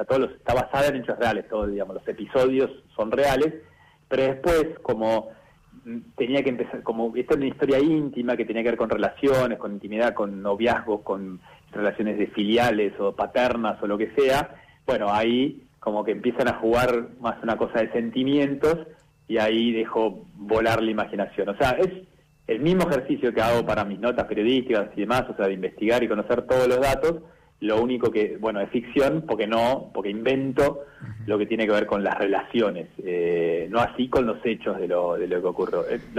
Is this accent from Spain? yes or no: no; Argentina